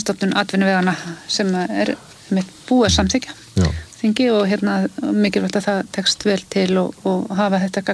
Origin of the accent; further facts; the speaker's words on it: Eskifjörður, Eastern Region, Iceland; ef maður hugsa bara tilbaka þegar maður var alast upp á Eskifirði þar sem ég býja þar voru þetta bara mörg fyrirtæki og allir höfðu vinnu